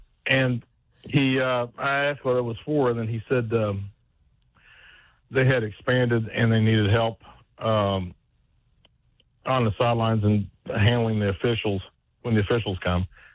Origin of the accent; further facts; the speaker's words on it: Lavalette, West Virginia, United States; I'm from Lavalette, which is just north of Wayne.